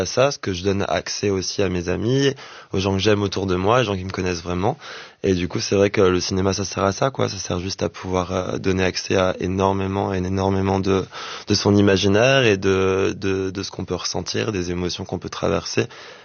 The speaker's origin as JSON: {"language": "French", "country": "Réunion", "said": "je l'ai lu sur la plage à La Réunion, parce que je viens de La Réunion"}